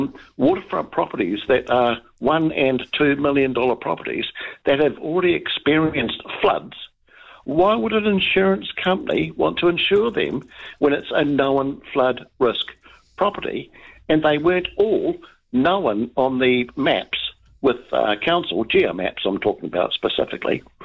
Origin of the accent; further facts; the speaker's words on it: Christchurch, Canterbury, New Zealand; if you go back to the earthquakes in Christchurch, and I'm originally from Christchurch